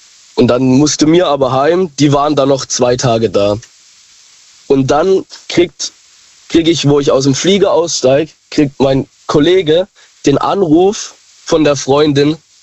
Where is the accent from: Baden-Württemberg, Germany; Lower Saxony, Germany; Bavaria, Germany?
Baden-Württemberg, Germany; Ich bin aus dem Kreistal Bronn.